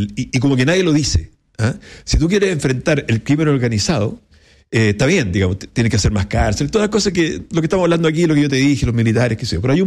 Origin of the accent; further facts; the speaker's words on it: Ñuble, Chile; Yo soy de Ñuble